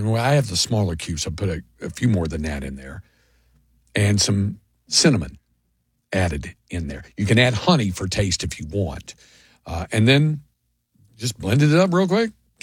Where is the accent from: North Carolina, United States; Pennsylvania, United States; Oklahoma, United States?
North Carolina, United States; Greensboro; moved away; of course, I was from Greensboro.